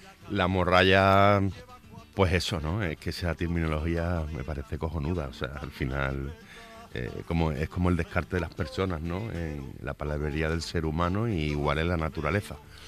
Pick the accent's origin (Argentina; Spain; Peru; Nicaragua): Spain; Cádiz, Andalusia; Pues tuvimos la suerte hace muchos años de, como gaditanos, disfrazarla de gran enemigo del mar, ¿no?